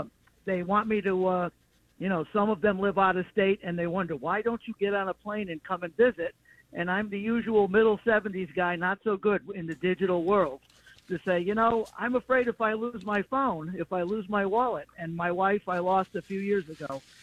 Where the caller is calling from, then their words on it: Branford, Connecticut, United States; Brantford, Connecticut.